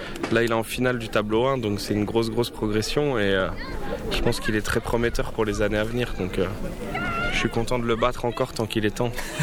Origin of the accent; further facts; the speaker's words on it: Nancy, Grand Est, France; moi, je viens de Nancy, en Meurthe-et-Moselle. Donc, j'ai traversé la France pour venir.